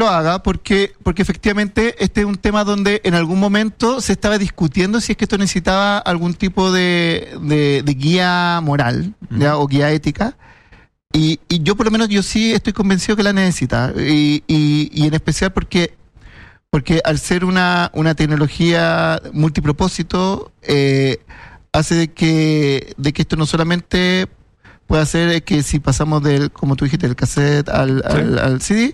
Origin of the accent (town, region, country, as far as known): Chile